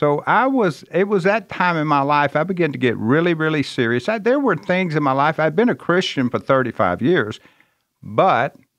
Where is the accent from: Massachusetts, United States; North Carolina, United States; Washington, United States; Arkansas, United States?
Arkansas, United States; Harrisburg; also born or lived in Memphis, Tennessee; But no, I grew up in a small town in Arkansas, northeast Arkansas, called Harrisburg. Out in the country, country boy